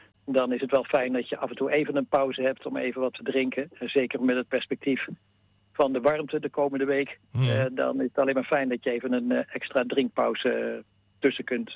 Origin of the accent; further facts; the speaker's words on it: Bussum, North Holland, Netherlands; dat is op mijn 12e begonnen. Dat bij ons thuis in Bussum gold dat als je naar de middelbare school ging, dan mocht je in september op hockey.